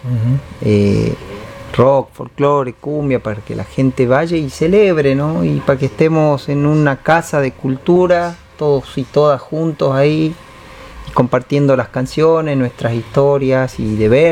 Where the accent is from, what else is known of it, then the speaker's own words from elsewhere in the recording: Jujuy, Argentina; now in Alta Gracia, Argentina; Soy norteño, soy jujeño.